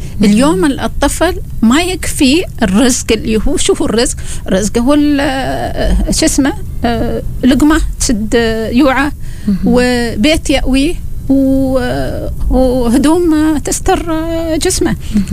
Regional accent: Oman

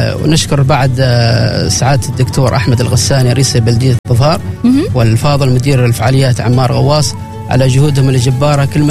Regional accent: Oman; صار نحن كعمانيين البيت الثالث

